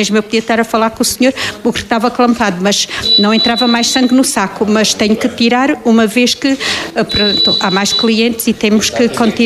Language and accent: Portuguese; Portalegre, Alentejo, Portugal; also born or lived in Angola; Eu nasci em Porto Alegre, sou natural de Porto Alegre e defendo a minha terra com unha e dentes.